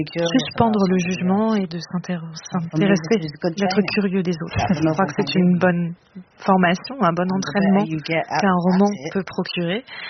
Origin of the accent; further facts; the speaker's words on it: London, United Kingdom; Moi, je suis née, j'ai grandi à Londres et parfois, ma ville peut être dévorante.